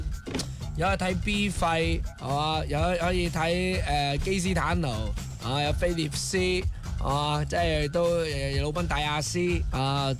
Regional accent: Guangdong, China; 所以我哋广东人好 peace 嘅

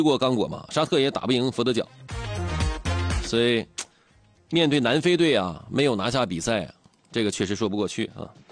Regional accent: China; 我们中国人最熟悉了

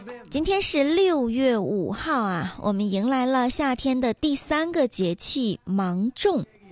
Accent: China

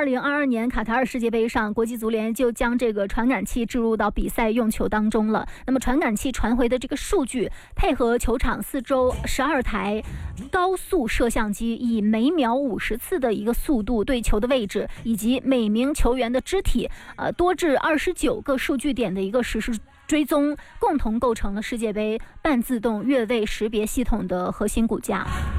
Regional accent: China

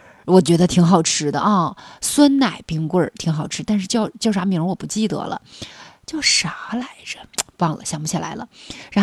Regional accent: Harbin, Heilongjiang, China; moved away; 虽然是我家乡那个东西

